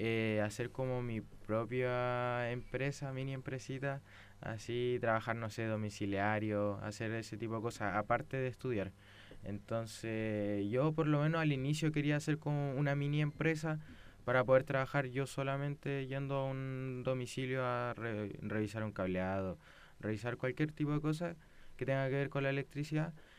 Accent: Ñuble, Chile; yo vengo del sur, vengo de la región de Ñuble.

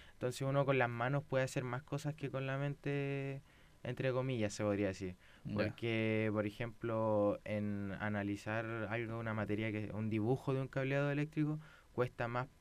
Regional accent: Ñuble, Chile; yo vengo del sur, vengo de la región de Ñuble.

